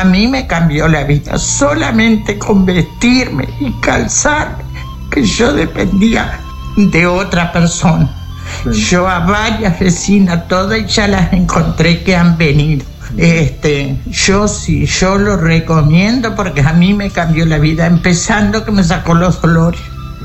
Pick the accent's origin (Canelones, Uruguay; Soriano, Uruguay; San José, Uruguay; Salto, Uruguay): Soriano, Uruguay; now in Fray Bentos, Uruguay; Soy de Soriano, pero hace mucho que vivo acá en Fraiventos.